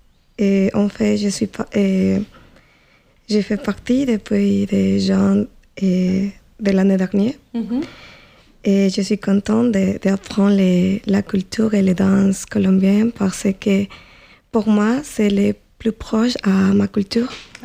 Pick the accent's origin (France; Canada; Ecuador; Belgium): Ecuador; moved away; je suis originaire de l'Équateur.